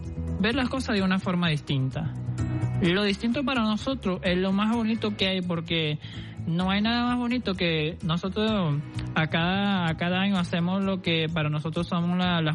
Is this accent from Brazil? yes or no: yes; Brazil; No soy venezolano. ¿De dónde eres? Soy de Brasil.